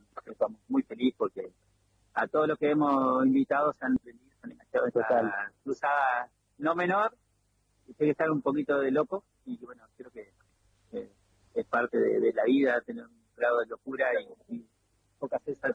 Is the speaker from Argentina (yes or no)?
yes; Viale, Entre Ríos, Argentina; born there; now in Paraná, Argentina; yo tenía acá a 50 kilómetros, tengo donde nací en Viale, tengo un ciclo 2, claro.